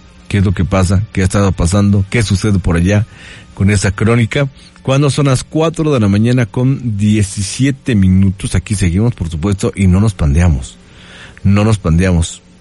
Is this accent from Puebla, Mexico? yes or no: yes; Atlixco, Puebla, Mexico; Pero yo soy de Atlixco.